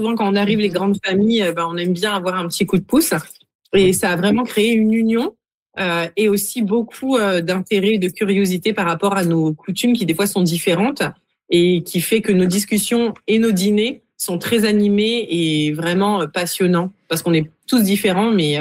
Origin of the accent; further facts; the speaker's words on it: France; accent: French; Et en fait, j'ai un accent français très fort, comme on dit, à couper au couteau.